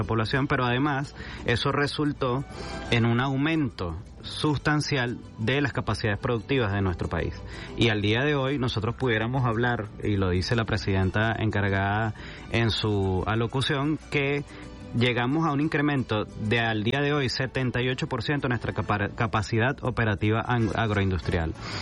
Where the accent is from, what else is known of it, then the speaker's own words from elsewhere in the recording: Venezuela; nosotros, por supuesto, como venezolanos, venezolanas, recordamos mucho ese difícil año 2017